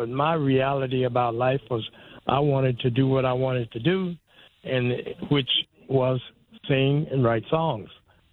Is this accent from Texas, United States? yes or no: no; West Virginia, United States; This is my home state. I was born here, and I come here.